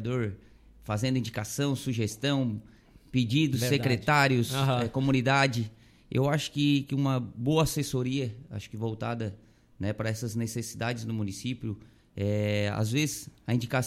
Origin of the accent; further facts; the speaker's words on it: Brazil; sou brasileiro, né? Sou brasileiro, não desisto.